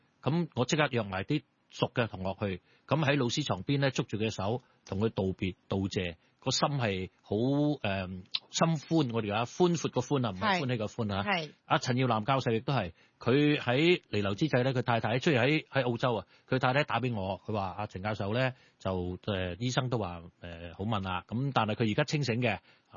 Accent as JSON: {"language": "Cantonese", "region": "Kowloon", "country": "Hong Kong", "tie": "born there", "said": "我喺九龙塘牛津道嘅培圣中学度读，系绝对唔系一间名校嚟嘅。"}